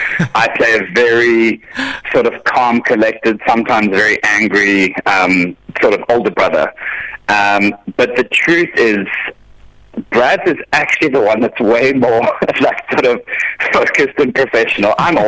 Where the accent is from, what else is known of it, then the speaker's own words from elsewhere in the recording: Somerset West, Western Cape, South Africa; and funny enough, I grew up in Somerset West.